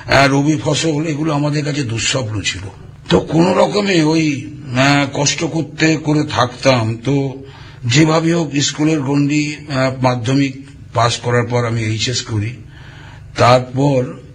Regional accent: Howrah district, West Bengal, India; আমি হাওড়া জেলার ছেলে, আমার বাড়ি আমতা থানার অন্তর্গত আমতা 2 নম্বর ব্লক গাজীপুর গ্রাম। গ্রামটি মূলত কৃষি নির্ভরশীল এবং আমার পরিবার কৃষির সঙ্গে যুক্ত।

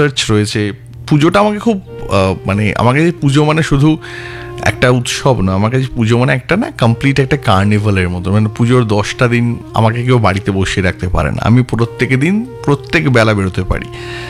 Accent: Kolkata, West Bengal, India; যারা কলকাতাতেই ঠাকুর দেখতে দেখতে বড় হয়েছি।

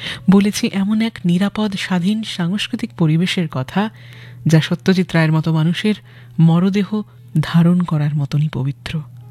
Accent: Kolkata, West Bengal, India; আমাদের টালিগঞ্জের বাড়ি, টালিগঞ্জে যেখানে উনি থাকতেন, অবশ্যই সেই বাড়ি ইন্দ্রাণী পার্কের ওখানে, যেখানে আমি জন্মেছি, বড় হয়েছি।

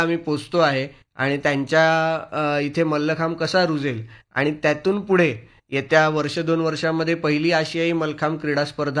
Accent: Mumbai, Maharashtra, India; मी बोरिवलीमध्ये सुविद्या प्रसारक संघाच्या सुविद्यालय या शाळेमध्ये लहानाचा मोठा झालो

